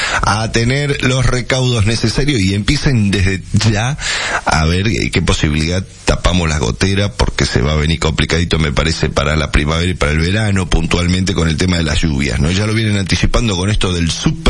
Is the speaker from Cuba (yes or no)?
no; Argentina; nos afecta y nos involucra a nosotros como argentinos.